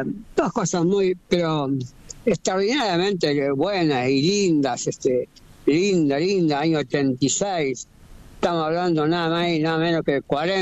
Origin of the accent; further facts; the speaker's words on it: Córdoba, Argentina; soy el primer boxeador argentino, campeón del mundo en doble categoría, el primero y soy de Córdoba, la Canzalia, Córdoba